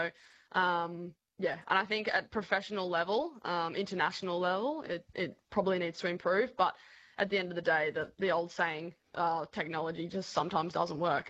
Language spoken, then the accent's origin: English; Sydney, New South Wales, Australia; I'm very excited to get back to Sydney, play in front of my home crowd.